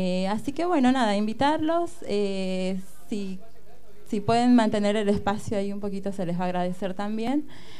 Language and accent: Spanish; Bolivia; now in La Plata, Argentina; soy profe de danzas bolivianas, soy de Bolivia, vengo ya hace unos añitos dando el taller acá en La Plata.